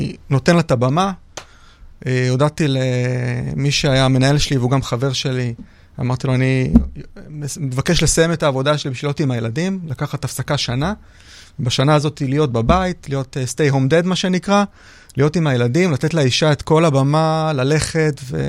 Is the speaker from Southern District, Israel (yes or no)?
no; Jerusalem, Jerusalem District, Israel; born there; moved away; also born or lived in Petah Tikva; ילד ירושלמי, כן. אז התחלתי מפתח תקווה, אז כן. אבל נולדתי בירושלים